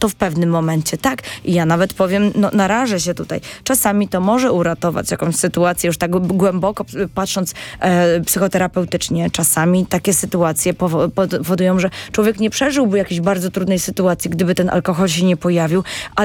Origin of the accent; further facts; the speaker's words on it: Rawa Mazowiecka, Łódź Voivodeship, Poland; now in Warsaw, Poland; ja jestem, pochodzę z, tak, z tej miejscowości, z Rawy Mazowieckiej